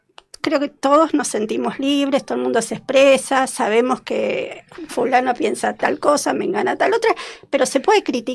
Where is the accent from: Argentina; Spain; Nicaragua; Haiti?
Argentina; Buenos Aires; yo, bueno, soy de Belgrano, en Cabildo y Juramento